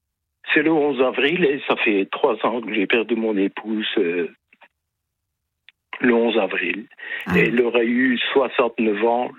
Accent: La Louvière, Wallonia, Belgium; now in France; La Louvière, ça, près de Mons, entre Mons et Bruxelles.

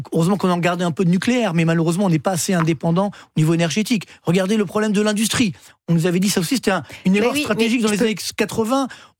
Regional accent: Orly, Île-de-France, France; je viens des cités HLM d'Orly.

